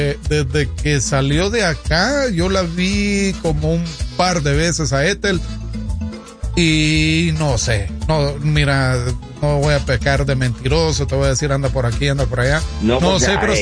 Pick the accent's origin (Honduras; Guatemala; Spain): Guatemala; moved away; muchos de nosotros los guatemaltecos